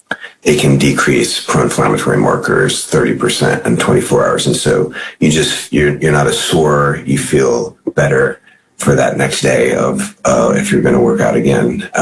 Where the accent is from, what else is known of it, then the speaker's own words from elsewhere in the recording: Charlottesville, Virginia, United States; I mean, we have in my hometown, Charlottesville